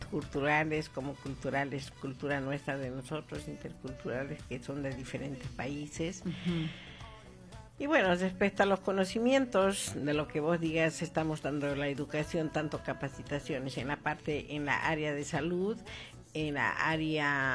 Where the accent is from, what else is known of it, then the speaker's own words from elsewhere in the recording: Bolivia; now in Argentina; comunidad boliviana, nos gusta simplemente nuestro ranchito, ¿no? Nosotros como bolivianos vamos a ir por ahí a vivir todos a Celina o todos más allá.